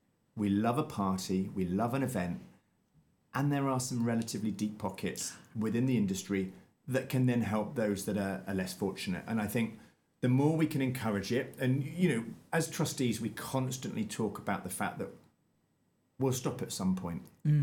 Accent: Winchester, South East England, United Kingdom; Actually from the UK, from Winchester.

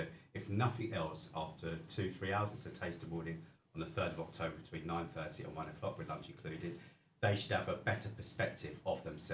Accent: London, United Kingdom; moved away as an adult; also born or lived in New Cross; now in Mallorca, Spain; I was born in Greenwich.

